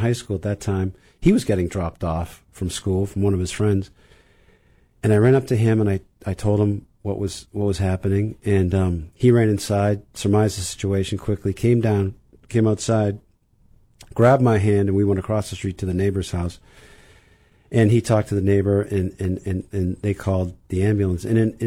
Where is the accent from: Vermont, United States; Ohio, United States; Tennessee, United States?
Vermont, United States; Burlington; I grew up in Burlington, Vermont.